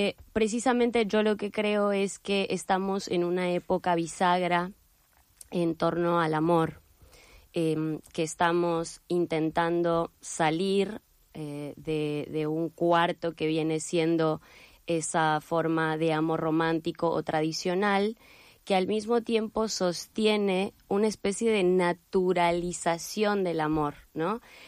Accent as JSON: {"language": "Spanish", "country": "Mexico", "moved": "yes", "said": "soy de México."}